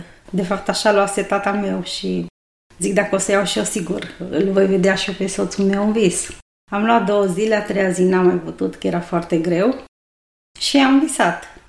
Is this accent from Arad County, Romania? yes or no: yes; Pâncota, Arad County, Romania; Vin din orașul Pâncota, județul Arad, provin dintr-o familie de creștini.